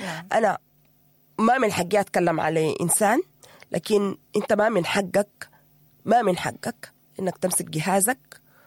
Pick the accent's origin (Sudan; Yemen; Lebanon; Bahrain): Sudan